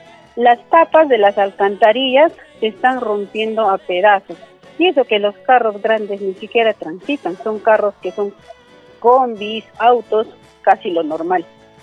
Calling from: La Libertad, Peru; Yo soy una pobladora de Curguas

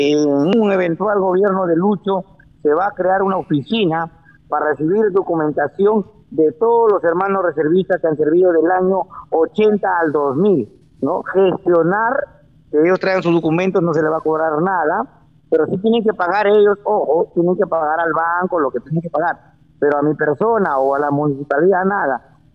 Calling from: Olmos, Lambayeque, Peru; mi pueblo de Olmos

